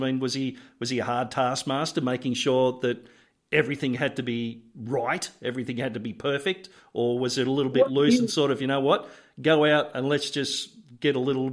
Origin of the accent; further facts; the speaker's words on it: Australia; There just seems to be a wonderful little connection between Australians and Canadians. We don't take ourselves very seriously.